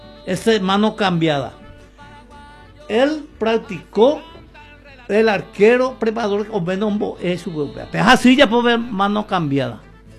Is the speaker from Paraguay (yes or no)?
yes; Paraguay